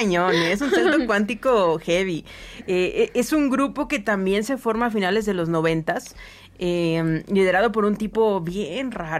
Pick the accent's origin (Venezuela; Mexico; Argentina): Mexico; Monterrey, Nuevo León; O sea, somos de Monterrey y estábamos en este marco temporal que él ni siquiera tiene claro cuándo terminó y cuándo empezó